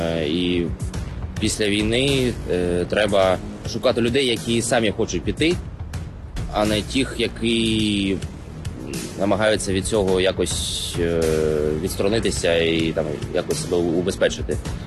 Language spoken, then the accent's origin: Ukrainian; Kherson, Kherson Oblast, Ukraine; я сам з Херсона, мені 18 років.